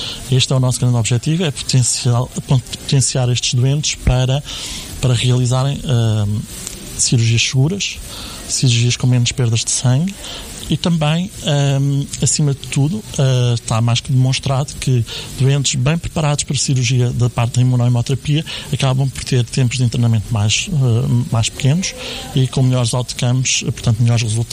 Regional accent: Abrantes, Centro, Portugal; primeiro porque sou natural de Abrantes

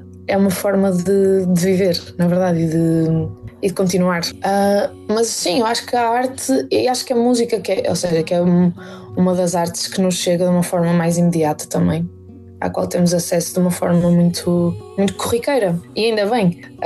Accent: Portugal; sendo portuguesa

